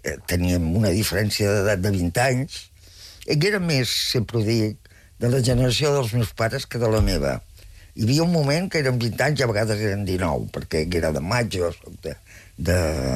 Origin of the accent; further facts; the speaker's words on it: Terrassa, Catalonia, Spain; Jo soc nascuda a Terrassa i vivia a Terrassa.